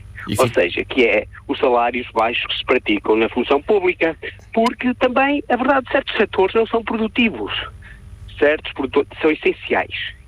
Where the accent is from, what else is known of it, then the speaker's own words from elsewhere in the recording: Lamego, Viseu, Portugal; also born or lived in Switzerland; now in Vila do Conde, Portugal; Eu sou do Lamego, mas agora, neste momento, estou em Vila do Conde.